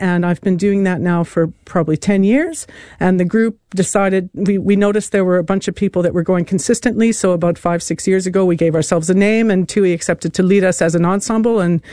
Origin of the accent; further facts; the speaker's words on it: Canada; now in New Zealand; I'm the Canadian immigrant here